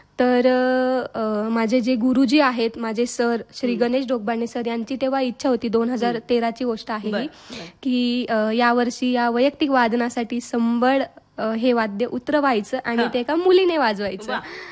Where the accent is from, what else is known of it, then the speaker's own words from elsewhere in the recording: Vadangali, Maharashtra, India; moved away as an adult; also born or lived in Rahata / Pune / Mumbai; माझं गाव वडांगळी आहे. तर माझं शिक्षण, प्राथमिक शिक्षण आणि माध्यमिक शिक्षण हे वडांगळी माझ्या गावातच झालं